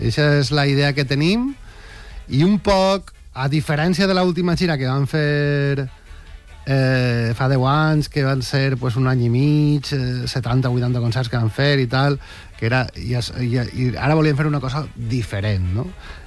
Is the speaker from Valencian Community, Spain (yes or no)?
yes; Pego, Valencian Community, Spain; Clar, som de Pego i és una cosa que mos estira molt